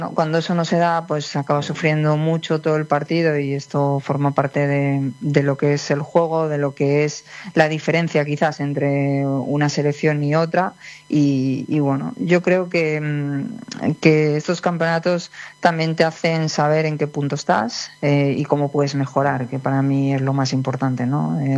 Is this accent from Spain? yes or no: yes; Spain; soy española